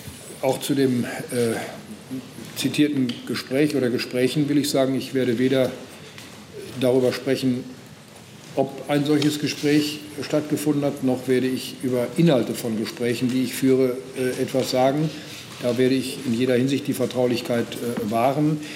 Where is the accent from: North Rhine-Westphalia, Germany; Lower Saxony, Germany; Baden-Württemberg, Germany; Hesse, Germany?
North Rhine-Westphalia, Germany; Ich komme aus dem Land Nordrhein-Westfalen.